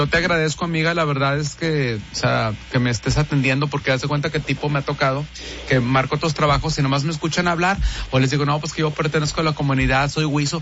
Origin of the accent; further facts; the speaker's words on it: Saltillo, Coahuila, Mexico; también ya en el acta, como yo vengo de Saltillo, ya tengo nombre de mujer, ¿verdad?